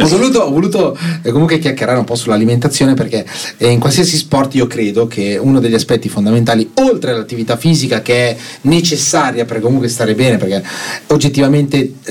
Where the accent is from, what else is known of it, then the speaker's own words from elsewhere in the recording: Apulia, Italy; io solo vengo dalla Puglia